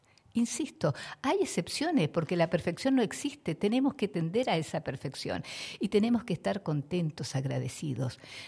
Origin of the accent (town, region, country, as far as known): Argentina